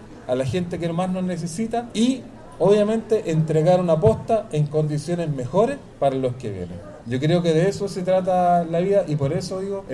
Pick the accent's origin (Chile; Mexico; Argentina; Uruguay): Chile; Los Ángeles, Biobío; yo soy de acá de Los Ángeles. No, ¿en serio? Sí, no, yo soy angelino, toda mi vida la hice acá. Esta es mi ciudad, esta es mi zona, esta es mi tierra. Estudié, les contaba, en escuelas públicas